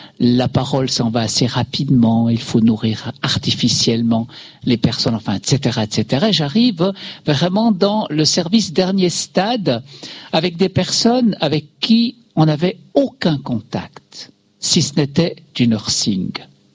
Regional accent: Switzerland; Chez nous en Suisse

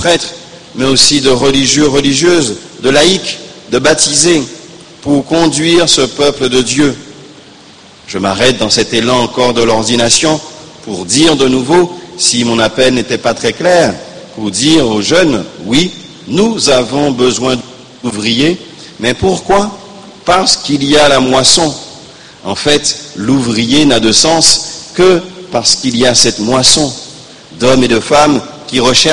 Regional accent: Guadeloupe; chez nous en Guadeloupe

